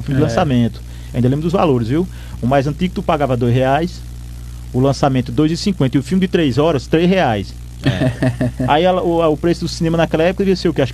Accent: Toritama, Pernambuco, Brazil; born there; Eu nasci no final dos anos 80. No início dos anos 80, no ano que eu nasci, já ainda tinha cinema em Toritama

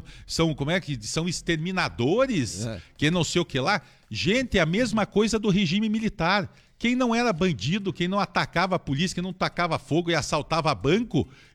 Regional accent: Curitiba, Paraná, Brazil; born there; Então, eu tenho sangue nordestino. Eu nasci em Curitiba, sou curitiboca, nasci aqui. Eu não conheço o Piauí, mas eu sou curitibano. Mas meu pai e meu avô são nordestinos

